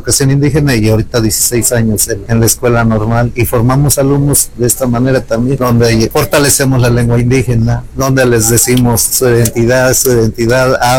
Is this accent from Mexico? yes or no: yes; La Laguna, San Luis Potosí, Mexico; yo vengo de la misma comunidad donde él nació. Yo soy nativo de la Laguna y tengo 36 años trabajando en el magisterio